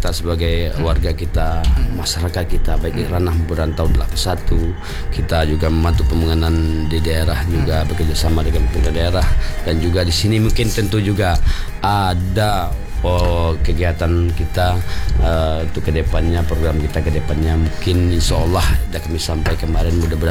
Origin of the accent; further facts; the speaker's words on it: West Sumatra, Indonesia; itulah kita merajut sosial kita bersama kita keluarga sebagai orang Minang.